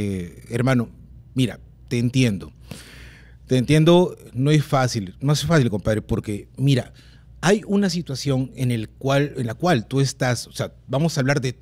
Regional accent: Callao, Peru; yo soy chalaco también

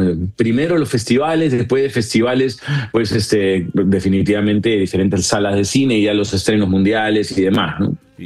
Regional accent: Peru; soy el único peruano

